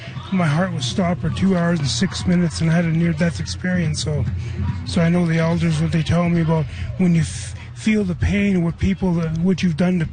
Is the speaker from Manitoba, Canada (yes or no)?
yes; Manitoba, Canada; Lake Manitoba First Nation.